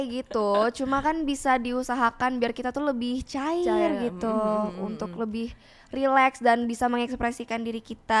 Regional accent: Bali, Indonesia; Iya dari berbagai Indonesia dan aku dari Bali, satu-satunya dari Bali.

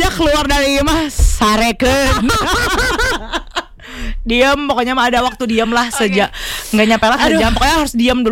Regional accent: Bandung, West Java, Indonesia; Aku kan teh orang Bandung ya.

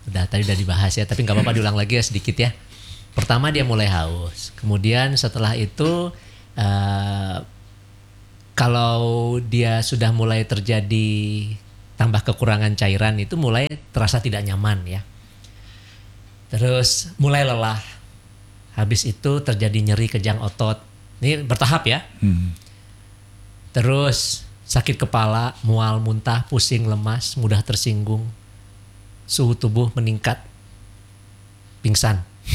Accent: Jakarta, Indonesia; Kan saya pernah tinggal di Jakarta dulu, besarnya di Jakarta saya.

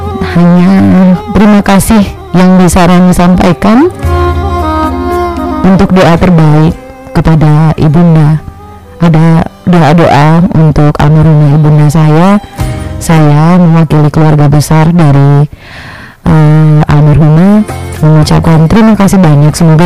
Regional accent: Lumajang, East Java, Indonesia; moved away; jauh-jauh dari Surabaya ke Lumajang. Desa saya nggak deket ya.

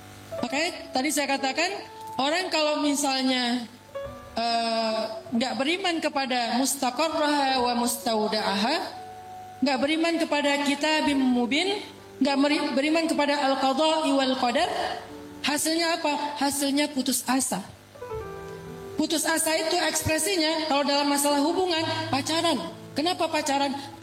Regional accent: Aceh, Indonesia; now in West Java, Indonesia; sekarang alhamdulillah saya udah lama di Jawa Barat, di Sunda. Jadi orang pikir saya orang Bandung, aslinya Aceh.

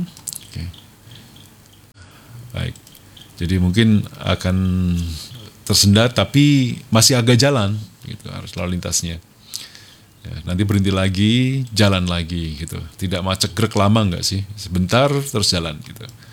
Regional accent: Java, Indonesia; Sebagai orang Jawa kuno, tentu acara padusan.

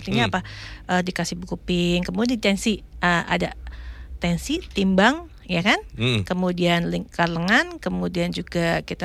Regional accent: Pekalongan, Central Java, Indonesia; kita orang Pekalongan

